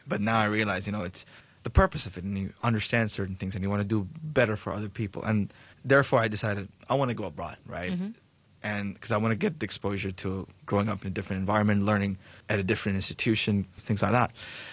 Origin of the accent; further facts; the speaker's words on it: Bangladesh; now in Hong Kong; And I came from that because I grew up in Bangladesh entirely.